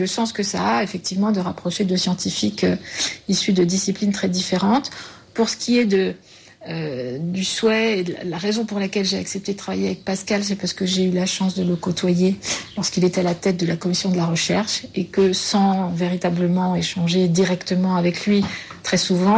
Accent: Chalon-sur-Saône, Bourgogne-Franche-Comté, France; Je suis originaire de Chalon-sur-Saône, comme tous les membres de ma famille, en fait, mes grands-parents, etc. Donc il y a un fort ancrage chalonnais

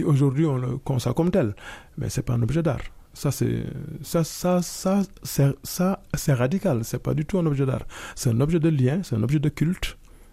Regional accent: Senegal; ne parle pas en tant que Sénégalais ou en tant qu'Afranco-Sénégalais, je parle juste en tant qu'humain

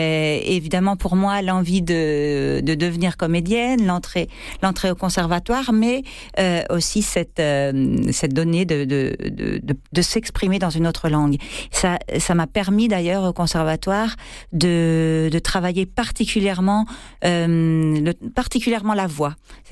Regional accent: France; moved away as an adult; au début, j'étais cataloguée comme la petite française, et puis petit à petit, j'avais tellement bien travaillé mon italien qu'on n'entendait plus mon accent, donc je pouvais jouer le rôle d'italienne.

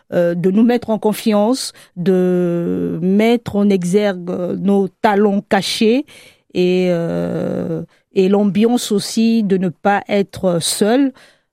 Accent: Republic of the Congo; first language French; moved away as an adult; now in France; Je viens du Congo-Brazzaville.

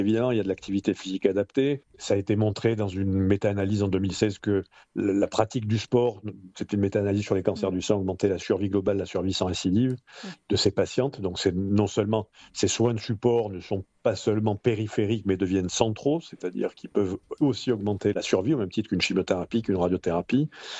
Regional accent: Marseille, Provence-Alpes-Côte d'Azur, France; moved away as an adult; now in Perpignan, France; Je suis marseillais, moi. Ça fait 20 ans que je suis sur Perpignan aujourd'hui, mais j'ai fait toutes mes études et je suis né à Marseille.

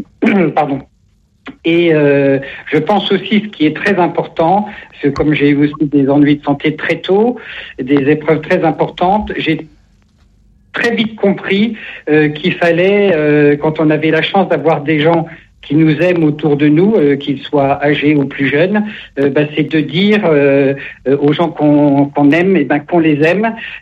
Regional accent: Grand Est, France; born there; also born or lived in Brittany, France; En fait, je vis entre deux régions, dans la Marne qui est ma région natale et en Bretagne un mois sur deux

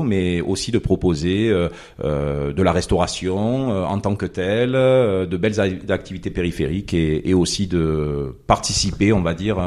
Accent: Marseille, Provence-Alpes-Côte d'Azur, France; Ah non. Alors, originaire de Marseille. Bon, je pense que mon accent le trahit.

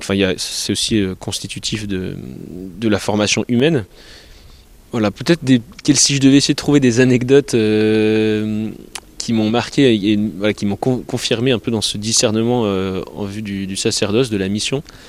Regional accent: Épernay, Grand Est, France; Enfin, donc j'ai grandi à Épernay, mais j'ai peu participé à la vie paroissiale et je suis vite parti à l'internat.

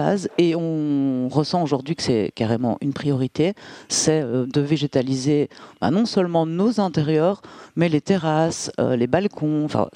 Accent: Brussels, Belgium; Moi, je viens de Bruxelles de base.

